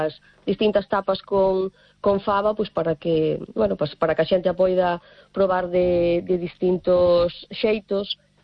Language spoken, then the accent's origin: Galician; Lourenzá, Galicia, Spain; Un orgullo para nós, un orgullo pois que un laurentino, un veciño daqui, pois leve eso